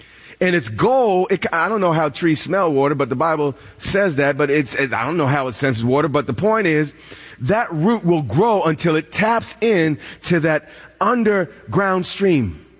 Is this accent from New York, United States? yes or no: yes; New York, United States; I'm not that Southern. I just like saying root. But I want to say it again. And they had no root. I'm from New York.